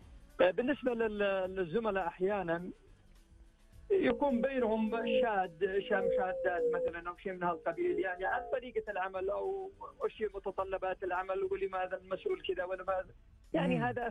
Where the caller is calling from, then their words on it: Jeddah, Makkah Province, Saudi Arabia; من مدينة جدة